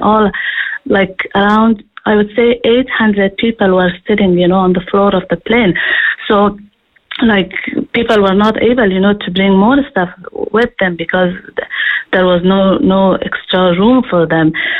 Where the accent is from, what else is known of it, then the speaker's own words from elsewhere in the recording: Afghanistan; moved away as an adult; now in Ireland; I'm originally from Afghanistan.